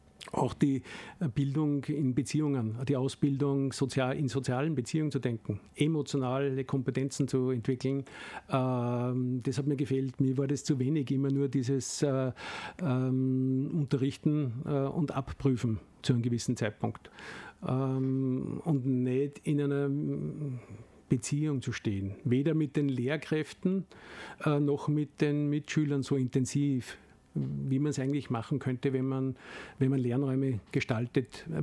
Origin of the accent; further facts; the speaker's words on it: Austria; Es war auch die Zeit, wo zum Beispiel bei uns in Österreich das Schulsystem und die Schulpflicht eingeführt worden ist von Maria Theresia.